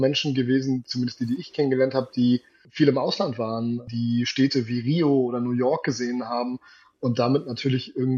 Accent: Rostock, Mecklenburg-Vorpommern, Germany; Also ich bin in Rostock geboren, 1989. Meine gesamte Familie kommt aus dem Schiffbau. Und als ich so am Anfang meines Studiums war, wollte ich mich irgendwie mal mit meiner Heimatstadt auseinandersetzen.

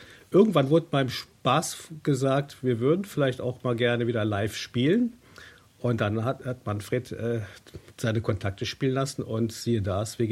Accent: Bonn, North Rhine-Westphalia, Germany; wir kommen ja aus Bonn

